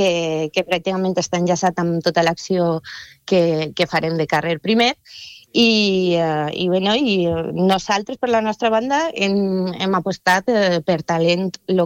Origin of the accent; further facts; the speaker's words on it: Gandia, Valencian Community, Spain; a mi com a gandiana